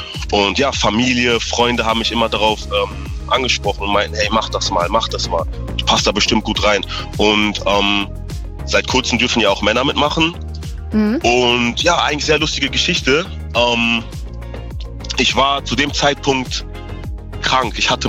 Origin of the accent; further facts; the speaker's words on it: Münster, North Rhine-Westphalia, Germany; Ja, ich bin in Münster geboren. Ich wurde in der UKM geboren und bin Münsteraner since day one.